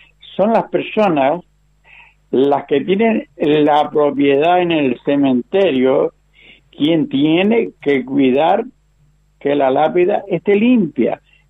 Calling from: Santa Brígida, Canary Islands, Spain; … de la Atalaya.

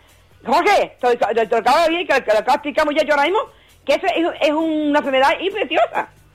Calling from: Canary Islands, Spain; ¿Que somos los canarios, tío?

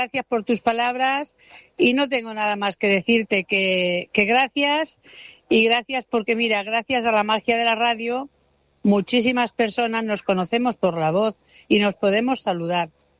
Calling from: Sabadell, Catalonia, Spain; de Sabadell.

